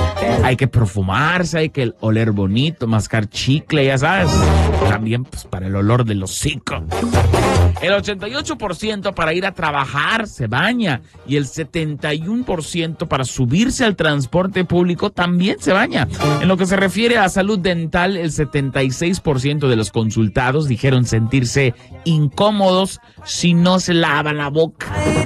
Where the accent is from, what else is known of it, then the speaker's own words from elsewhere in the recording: Mexico; nosotros los mexicanos siempre nos pensamos en lo peor